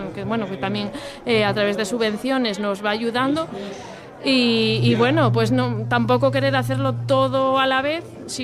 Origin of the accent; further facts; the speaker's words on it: Gijón, Asturias, Spain; yo soy de Navelgas, bueno, familia era de Navelgas, yo soy de Gijón